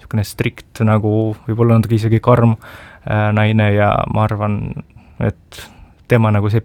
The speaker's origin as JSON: {"language": "Estonian", "region": "Ida-Viru County", "country": "Estonia", "tie": "born or raised there", "said": "Kuna ma ise kasvasin Ida-Virumaal ja ma saan Ida-Virumaa inimestest hästi aru"}